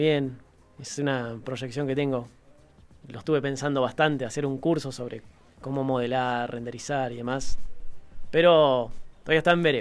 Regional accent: Bahía Blanca, Buenos Aires Province, Argentina; Sí, soy de Bahía, tengo familia en Pigüey y Saavedra, pero soy oriundo de acá de Bahía.

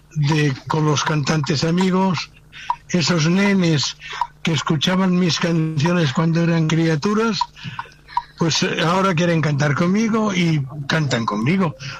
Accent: Spain; now in Barcelona, Spain; Siendo españoles

